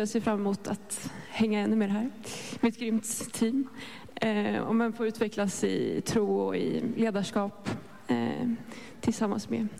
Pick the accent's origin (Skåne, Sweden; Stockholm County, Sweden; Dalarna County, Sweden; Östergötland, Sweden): Stockholm County, Sweden; Åkersberga; Jag är uppvuxen i Bergakyrkan, vår kyrka i Åkersberga.